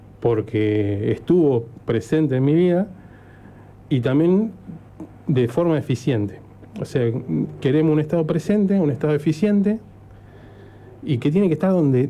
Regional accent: Junín, Buenos Aires Province, Argentina; La adolescencia la pasé en Junín, provincia de Buenos Aires.

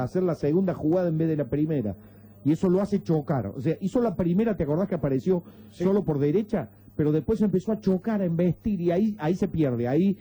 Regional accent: Argentina; como argentino no lo cerraba

